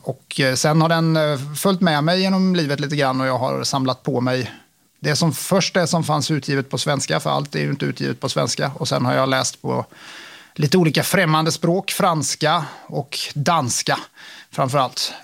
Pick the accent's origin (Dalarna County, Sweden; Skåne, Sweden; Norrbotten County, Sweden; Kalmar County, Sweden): Kalmar County, Sweden; Mönsterås; Jag är uppvuxen i Mönsterås, liten ort norr om Kalmar.